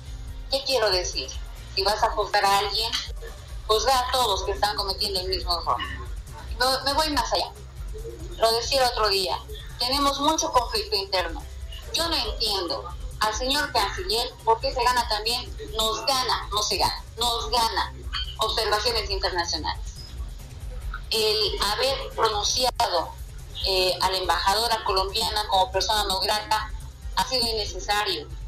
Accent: Bolivia; Aquí los bolivianos solucionamos nuestros problemas como bolivianos

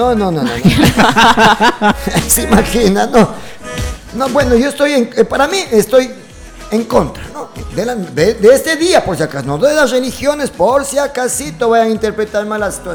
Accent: Imbabura, Ecuador; la mayoría de nosotros, y hablo de Imbabura, yo creo que, y me atrevo a decir también del Ecuador, nos criaron como católicos

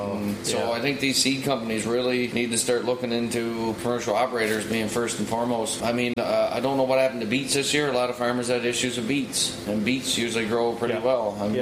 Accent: Newfoundland and Labrador, Canada; we started bringing it up to Northern Peninsula, where I'm from

